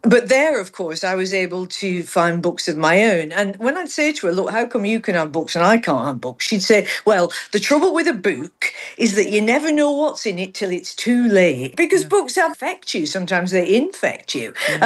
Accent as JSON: {"language": "English", "town": "Accrington", "region": "North West England", "country": "United Kingdom", "tie": "born or raised there", "also_born_or_lived": "Manchester", "said": "I was adopted by religious folks in the working class town of Accrington, because I was born in Manchester, so I didn't move far."}